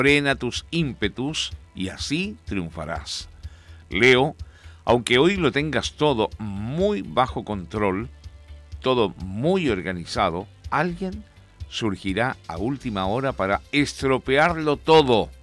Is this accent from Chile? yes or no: yes; Viña del Mar, Valparaíso, Chile; nos vamos a sentir orgullosos como chilenos, pero principalmente como viñamarino.